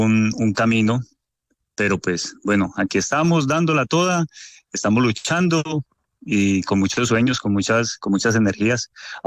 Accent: Colombia; now in Canada; toda la fuerza, todo el positivismo que nos caracteriza a nosotros como colombianos.

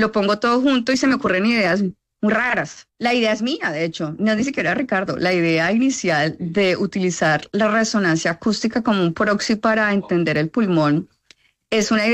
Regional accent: Neiva, Huila, Colombia; otro colombiano, yo soy de Neiva, huilense

